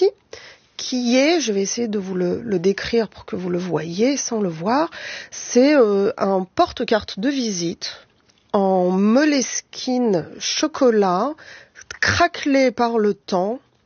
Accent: Paris, Île-de-France, France; je viens d'un certain quartier de Paris.

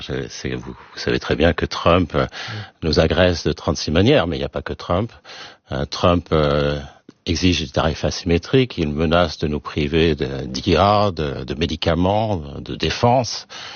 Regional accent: Toulouse, Occitanie, France; je suis toulousain

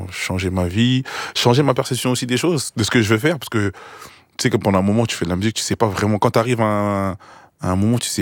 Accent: Haiti; j'ai un petit code qui fait que je suis haïtien.

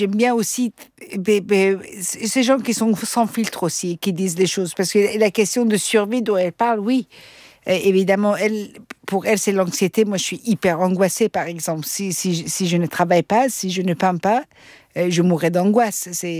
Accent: Austria; first language Persian; French is a second language; Je parlais le persan, mes parents ils m'ont mis dans une école francophone, après j'ai grandi en Autriche. Voilà, après, bon, l'anglais, il fallait quand même le parler

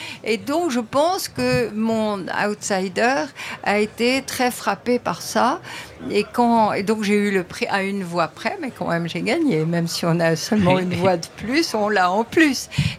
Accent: Toulouse, Occitanie, France; Oui, oui, je suis Toulousain aussi.

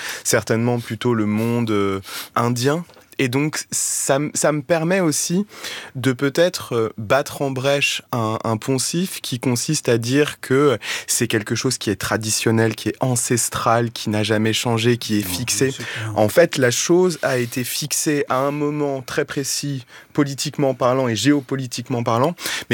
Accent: Tunisia; j'ai beaucoup travaillé sur la Tunisie, je suis tunisien

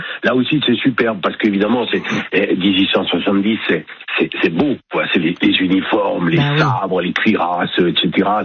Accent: Dannemarie, Grand Est, France; je suis un peu chauvin parce que je suis de Danemarie

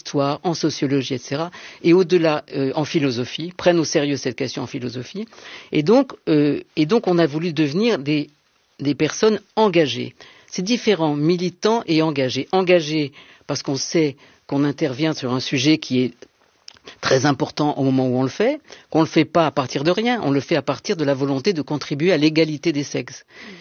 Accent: Marseille, Provence-Alpes-Côte d'Azur, France; moved away as an adult; now in Paris, France; Je suis arrivée à Paris en 1972, parce que j'étais entrée à Normale Sup. Je venais de Aix et de Marseille.

